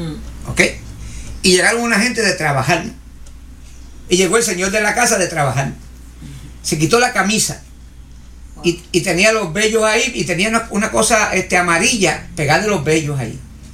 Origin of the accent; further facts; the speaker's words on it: Puerto Rico; now in United States; Cuando yo vine de Puerto Rico para Estados Unidos, que no vine porque me dio la gana de venir, porque Dios me trajo.